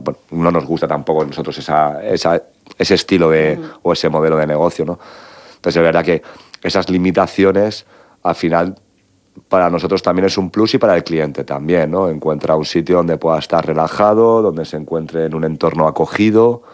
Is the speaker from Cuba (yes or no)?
no; Spain; hemos perdido educacionalmente en nuestra cultura, ya no es ni siquiera mediterránea, nuestra cultura como españoles, es la sobremesa.